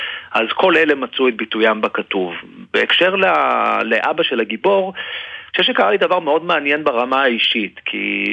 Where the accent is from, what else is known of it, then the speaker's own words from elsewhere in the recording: Jerusalem, Jerusalem District, Israel; גדלנו יחד בירושלים